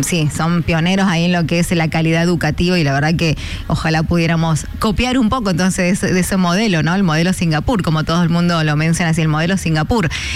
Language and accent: Spanish; Argentina; todo lo que nos pasa a nosotros como argentinos, como, bueno, o como humanidad en realidad